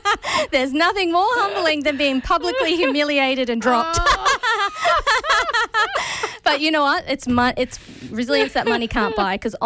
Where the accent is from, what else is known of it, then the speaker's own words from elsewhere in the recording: Queensland, Australia; I'm not used to Melbourne winter at all. I'm a Queenslander.